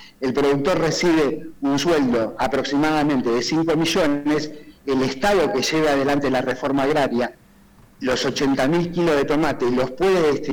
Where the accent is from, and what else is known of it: Argentina